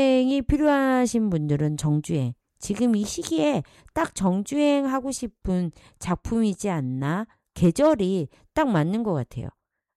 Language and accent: Korean; South Korea; 우리는 사실 한국 사람은 빨리빨리, 빨리빨리, 빨리빨리.